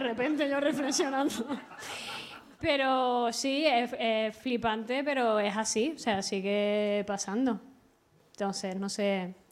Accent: Andalusia, Spain; Pero no, soy de izquierdas y no lo parece, pero soy andaluza.

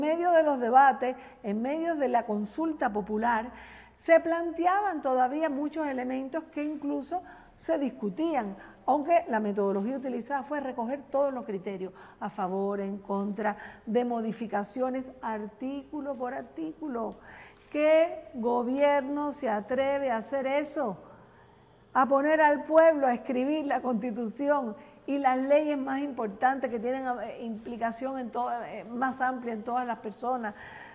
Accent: Cuba; Y eso es una de las cosas que yo como cubana aprecio mucho.

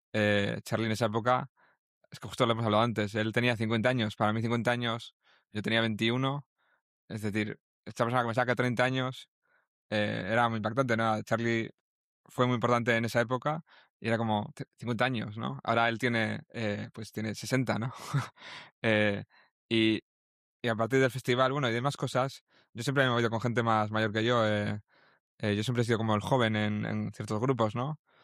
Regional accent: La Rioja, Spain; born there; moved away; Me acuerdo que creé un superhéroe cuando yo era en La Rioja

